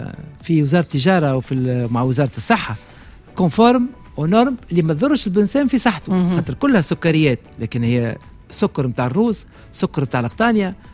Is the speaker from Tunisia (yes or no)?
yes; Tunisia; عندنا في تونس